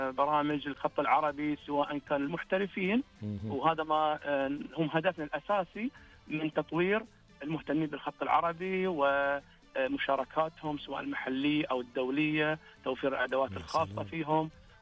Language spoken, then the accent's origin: Arabic; Saudi Arabia